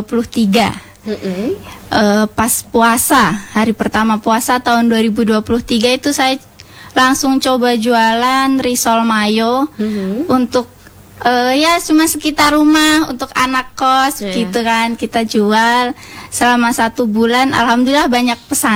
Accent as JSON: {"language": "Indonesian", "town": "Yogyakarta", "region": "Special Region of Yogyakarta", "country": "Indonesia", "lives_now": "Kupang, Indonesia", "said": "karena suami dari Jogja, saya dari Jogja"}